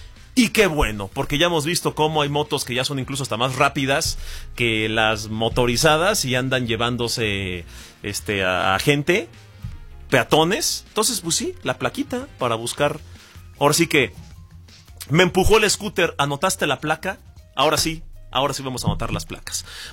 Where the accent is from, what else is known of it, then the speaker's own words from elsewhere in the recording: Mexico; ¿Qué permiso tenemos como mexicanos?